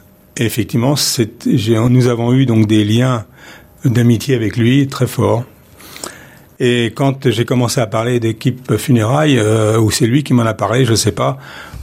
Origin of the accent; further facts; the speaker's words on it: Paris, Île-de-France, France; moved away as an adult; also born or lived in Saint-Étienne; now in Clermont-Ferrand, France; Je suis parisien. J'ai fait mes études à Paris jusqu'au moment où j'ai quitté Paris pendant 3 ans pour aller aux mines de Saint-Étienne.